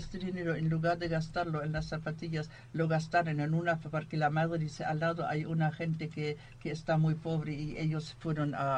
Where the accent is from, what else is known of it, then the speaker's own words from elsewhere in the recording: Germany; moved away; yo soy alemana